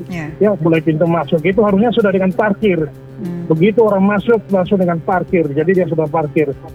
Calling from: Donggala, Central Sulawesi, Indonesia; saya orang Donggala

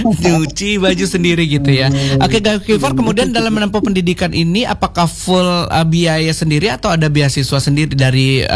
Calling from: Bandar Lampung, Lampung, Indonesia; Saya dari Ibu … di Kedaung, Bandar Lampung.

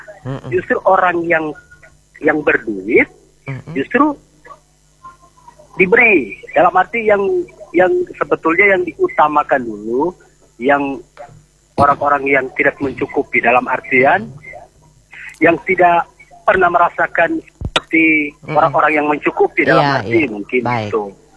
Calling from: Indonesia; dari Motoling.

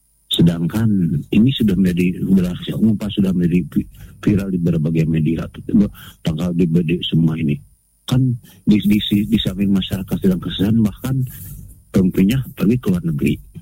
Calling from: Bandung, West Java, Indonesia; Saya dari Tanah Sunda di Bandung Timur

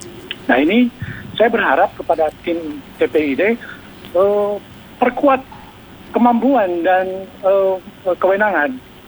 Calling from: Papua, Indonesia; Dan kita, warga Papua, merasa biasa saja

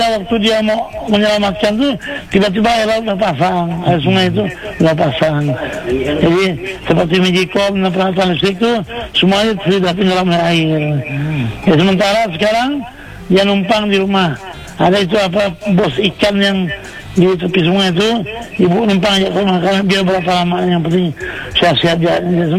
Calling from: West Java, Indonesia; Kita juga orang Barat

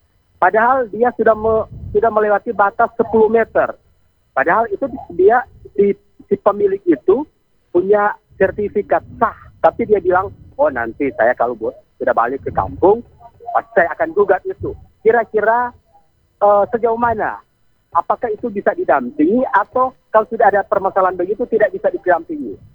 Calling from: North Sulawesi, Indonesia; dari Winorangian.

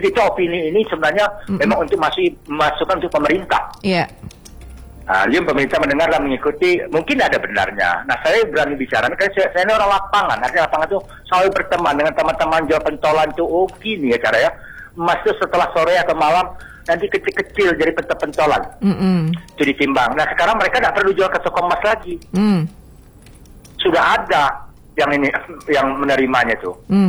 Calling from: Jambi, Indonesia; di Komang Kuning daerahku

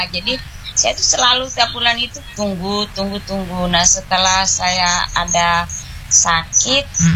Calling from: Samarinda, East Kalimantan, Indonesia; kita sebagai warga Kaltim dan Samarinda khususnya

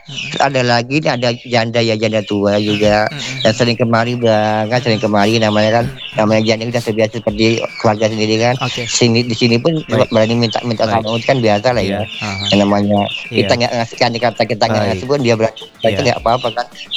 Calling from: Jakarta, Indonesia; Perempat FM, saya dari Jakarta.

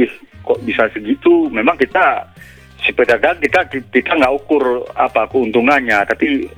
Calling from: Aceh, Indonesia; di daerah kita Aceh ini

